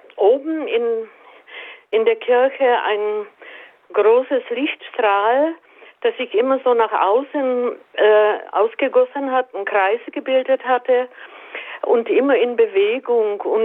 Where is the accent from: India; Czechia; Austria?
Czechia; German is a second language; now in Germany; Und zwar, aber ich komme aus Tschechien und habe mit 15 den Glauben verloren